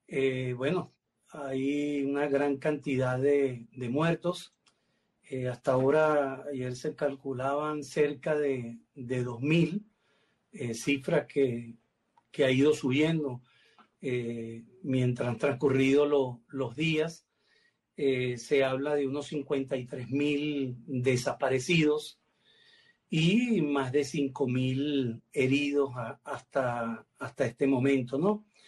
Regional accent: Venezuela; el venezolano somos caribeños

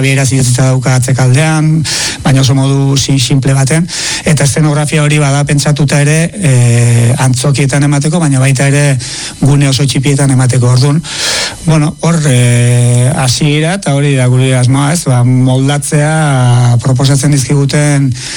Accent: Tolosa, Basque Country, Spain; ni Tolosarra naiz, Tolosan baditugu bi

